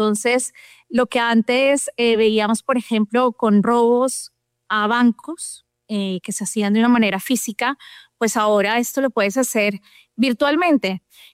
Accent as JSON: {"language": "Spanish", "country": "Colombia", "said": "somos muchos colombianos en esta línea de negocios"}